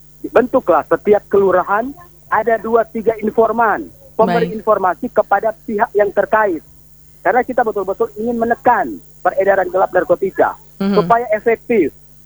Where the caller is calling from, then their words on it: Motoling, North Sulawesi, Indonesia; Saya dari Kelis, dari Motoling, Kabupaten Minahasa Selatan.